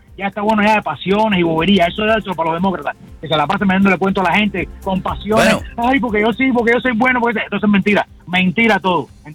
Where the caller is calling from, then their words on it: Cuba; Los menos indicados para decirle a nadie que vaya a un país gobernado por terroristas desgraciados somos los cubanos